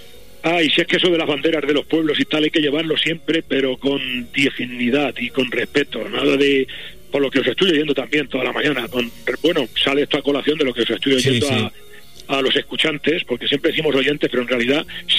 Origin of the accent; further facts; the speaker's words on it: Spain; vivimos en España y somos españoles